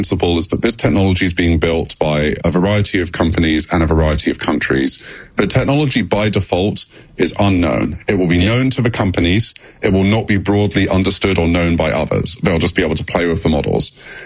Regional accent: England, United Kingdom; Yes, as an Englishman, it fills me with such joy to be asked about sex on podcasts.

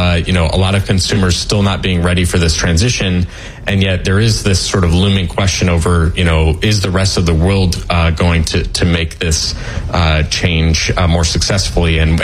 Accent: Michigan, United States; I mean, the vehicles here, I grew up in Michigan.

